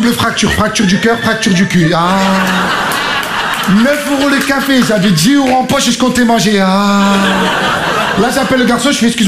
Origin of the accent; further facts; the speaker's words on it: Marseille, Provence-Alpes-Côte d'Azur, France; je viens de Marseille.